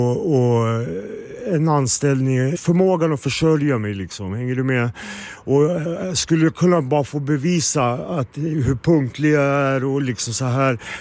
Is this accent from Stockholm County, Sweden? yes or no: yes; Solna, Stockholm County, Sweden; jag är från Solna från början och jag har världens vackraste familj, en jättestor, en bosnisk mamma